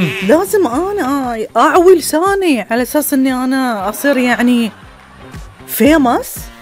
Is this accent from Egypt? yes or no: no; Bahrain; accent: Bahraini; لهجتنا البحرينية اللي احنا نعتز ونفتخر فيها